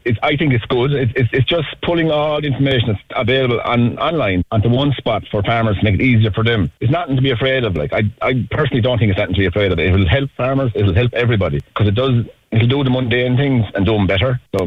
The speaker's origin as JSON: {"language": "English", "region": "Munster", "country": "Ireland", "said": "I'm a farmer from Tipperary."}